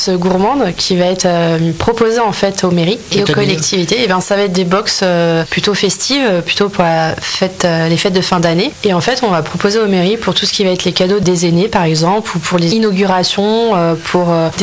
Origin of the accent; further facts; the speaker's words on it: Châteauneuf-Val-de-Bargis, France; Et j'ai été j'ai grandi à la campagne, j'ai grandi à Châteauneuf-Val-de-Bergis notamment.